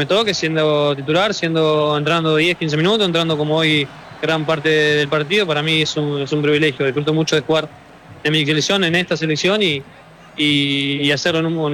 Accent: Argentina; Nosotros como argentinos estamos también acostumbrados a sufrir, si no sufrimos no vale

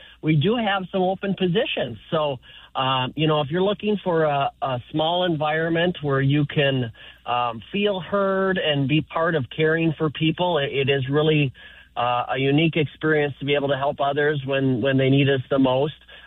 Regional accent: Long Prairie, Minnesota, United States; I grew up around Long Prairie. So, yeah, I spent my first 18 years of life there. And, you know, I only moved 50 miles away, so it's not so bad.

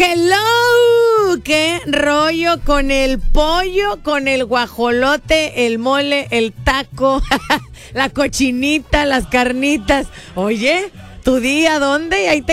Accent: Mexico

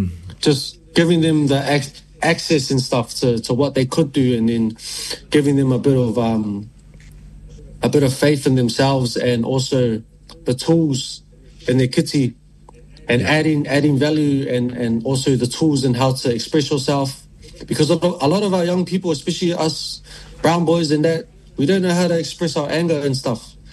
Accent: Grey Lynn, Auckland, New Zealand; born and raised in Grey Lynn. In my Nuean household, with my nana, my pop, my uncle, my other uncle, my mom, my dad, my cousin, my other cousin, the dog

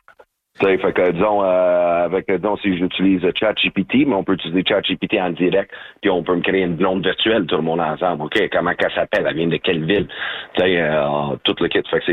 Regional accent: Edmonton, Alberta, Canada; moved away; also born or lived in Ontario; j'ai commencé en anglais. Je viens d'Edmonton, Alberta.

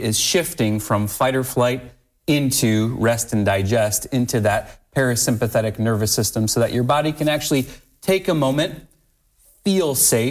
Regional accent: Waterville, Ohio, United States; also born or lived in Columbus, Ohio / Marietta, Georgia; I'm from Waterville. Grew up, went to Anthony Wayne High School, and moved down to Columbus for a brief stint at The Ohio State University

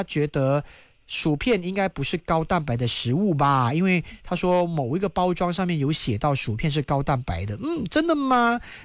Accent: Malaysia; 好啦，我们马来西亚人比较难接受了啊

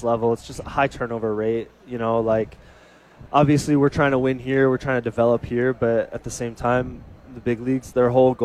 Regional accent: Florida, United States; moved away; I grew up in Florida

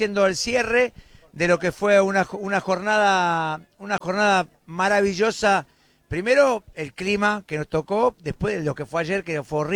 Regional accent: Buenos Aires, Argentina; born there; los que somos de acá de Zona Oeste toda la vida

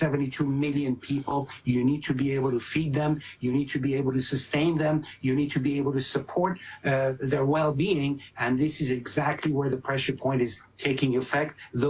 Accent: United States; as an American of Iranian heritage

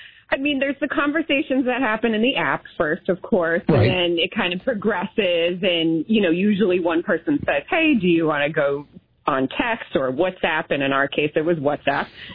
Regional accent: New York, United States; He has some ties here, and I do, too. I'm from New York.

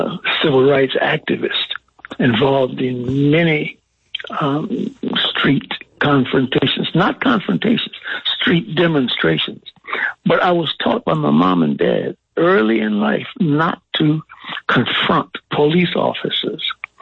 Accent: Opelousas, Louisiana, United States; It's in my hometown of Opelousas. It's has about one-third the population that it had when I was a little boy.

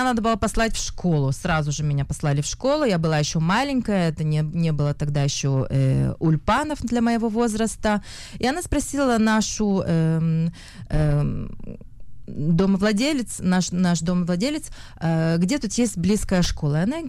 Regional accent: Irkutsk, Irkutsk Oblast, Russia; Родилась я в Сибири. В городе Иркутск.

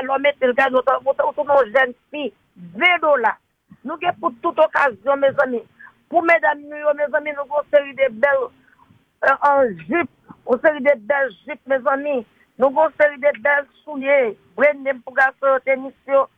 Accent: Haiti; Allez pour venir, mes amis, nous sommes Haïtien.

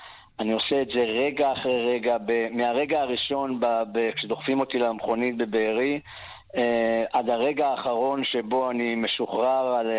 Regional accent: Be'eri, Southern District, Israel; גדלתי במקום כמו בארי, בדפוס בארי, שהיינו ארגון לומד.

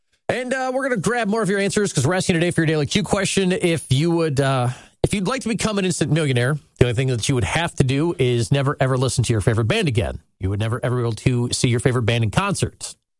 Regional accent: Ohio, United States; moved away; Growing up in Ohio, man, I miss being by the lake.

